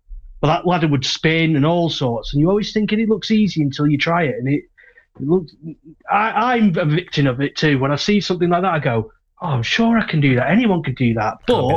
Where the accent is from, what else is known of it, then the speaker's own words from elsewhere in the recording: Blackpool, North West England, United Kingdom; moved away; I'm originally from Blackpool